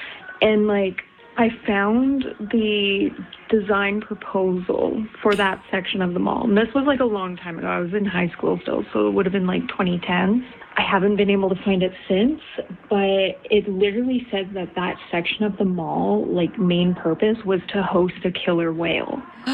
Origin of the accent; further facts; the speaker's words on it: Edson, Alberta, Canada; I grew up in Edson, so we had to drive up to Edmonton.